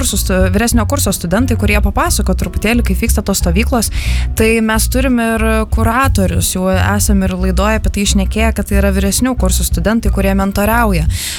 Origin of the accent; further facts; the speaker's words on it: Panevėžys, Panevėžys County, Lithuania; aš irgi iš Panevėžio